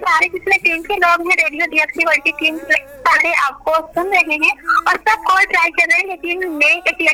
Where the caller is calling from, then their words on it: Rampur, Uttar Pradesh, India; Sir मैं वैसे तो ककराव के रहने वाली हूँ, मैं गांव से ही।